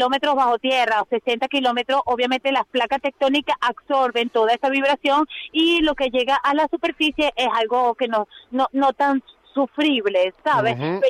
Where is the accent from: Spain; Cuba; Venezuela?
Venezuela; born there; tanto todas las personas que fueron allí, como los que nacimos allí, que somos de origen venezolano, estamos sufriendo y padeciendo.